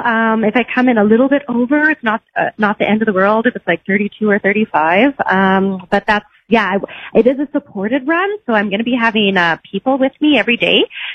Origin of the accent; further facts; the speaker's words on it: Flin Flon, Manitoba, Canada; born there; She went to Loon Lake in the forest, and then I was born in Finflaw in the Canadian Shield.